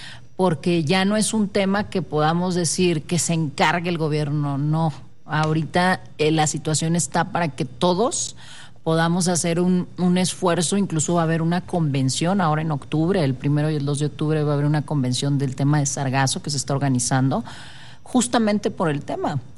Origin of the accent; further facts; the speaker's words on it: Monterrey, Nuevo León, Mexico; moved away as an adult; now in Quintana Roo, Mexico; Soy de Monterrey, Nuevo León, pero digo quintanarruense de corazón porque me adoptó el estado hace 8 años y soy una, una total ciudadana quintanarruense que está enamorada del Caribe mexicano